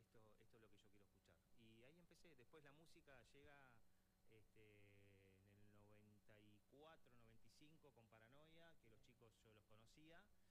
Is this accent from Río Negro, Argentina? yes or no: yes; Cipolletti, Río Negro, Argentina; nacido y criado en Chipolé.